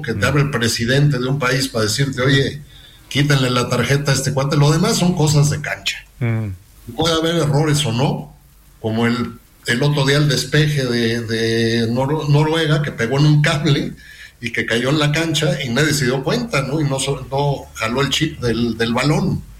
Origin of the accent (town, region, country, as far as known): Mexico